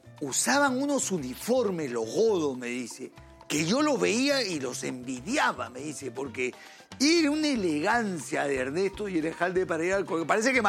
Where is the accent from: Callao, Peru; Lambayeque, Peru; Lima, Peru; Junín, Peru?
Callao, Peru; born there; Por si acaso yo nací en el Callao